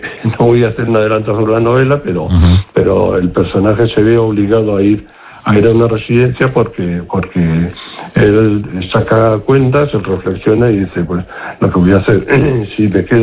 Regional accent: Basque Country, Spain; Yo soy vasco y estoy acostumbrado a escuchar, pues allí estoy acostumbrado a escuchar

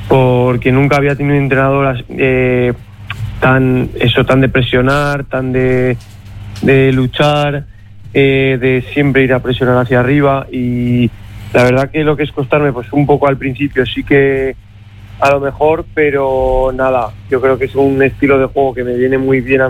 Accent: Zaragoza, Aragon, Spain; now in Barakaldo, Spain; soy de Zaragoza

